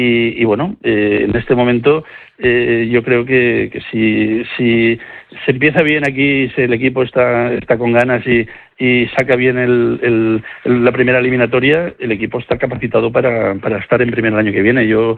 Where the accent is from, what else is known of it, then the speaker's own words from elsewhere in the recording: Castellón de la Plana, Valencian Community, Spain; la gente que somos de Castellón lo vivimos tal vez un pelín más